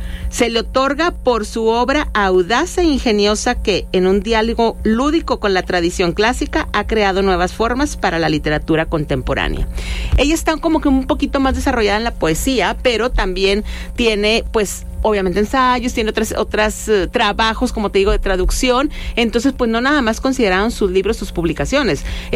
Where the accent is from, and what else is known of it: Mexico